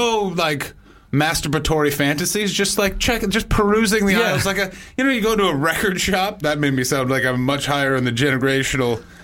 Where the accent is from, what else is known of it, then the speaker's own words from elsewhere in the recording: Canada; Well, I'm from North America. We talk differently.